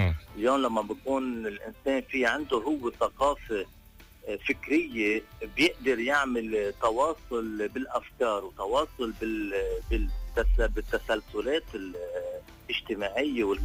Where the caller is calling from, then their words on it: Lebanon; أنا كإنسان كمواطن لبناني